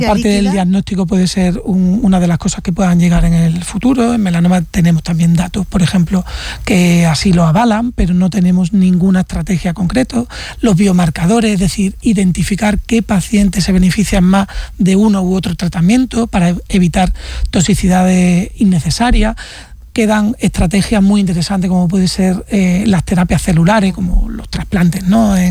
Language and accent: Spanish; Extremadura, Spain; also born or lived in Córdoba; now in Málaga, Spain; yo soy extremeño, realmente.